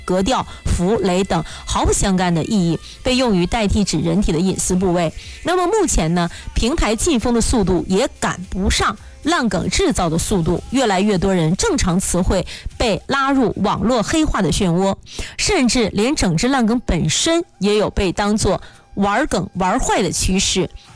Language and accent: Chinese; Northeast China, China; accent: Northeastern (Dongbei) dialect; 可能就是像我们东北方言一样，这个六六六既可以是表扬也可以是讽刺